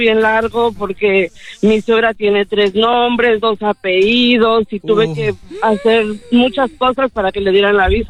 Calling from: Chicago, Illinois, United States; Yo les llamo de Chicago, Illinois.

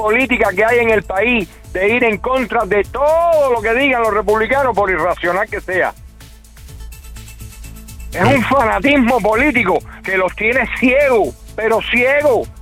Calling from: Hollywood, Florida, United States; Yo vivo en Hollywood.

